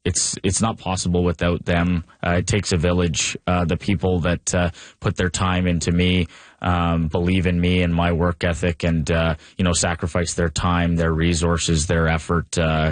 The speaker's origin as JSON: {"language": "English", "town": "Caledonia", "region": "Ontario", "country": "Canada", "said": "I'm 29 years old. I'm from Caledonia, Ontario."}